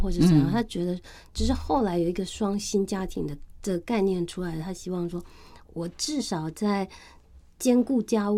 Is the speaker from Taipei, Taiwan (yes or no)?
no; Erlin, Changhua County, Taiwan; 我是彰化人。